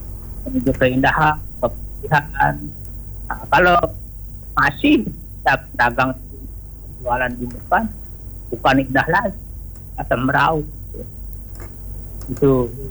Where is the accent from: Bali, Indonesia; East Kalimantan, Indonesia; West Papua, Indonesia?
Bali, Indonesia; Buleleng; Saya sangat saya lahir di Buleleng ya, sampai ya dapat mengakui 3 tahun di Buleleng dulu saya di dari tahun 8 sampai 20 juga.